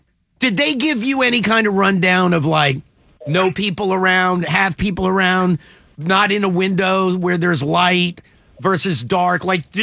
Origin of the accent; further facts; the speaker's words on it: Richmond, Virginia, United States; In my hometown of Richmond, Virginia, there's a long-lived neighborhood dive bar that is charming enough